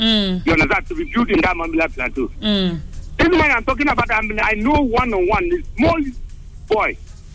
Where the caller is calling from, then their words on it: Taraba, Nigeria; I said, I'm from Kalilam, the local government area of Taraba State.